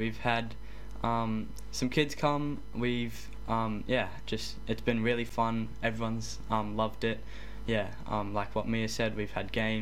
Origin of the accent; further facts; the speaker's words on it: Brisbane, Queensland, Australia; Yeah, we're up here from Brisbane to do some service up at Thursday Island.